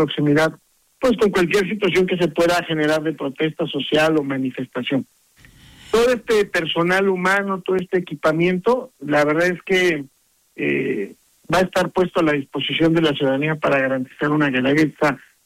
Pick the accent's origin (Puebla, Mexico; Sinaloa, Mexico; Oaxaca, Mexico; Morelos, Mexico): Oaxaca, Mexico; como somos los oaxaqueños y oaxaqueñas.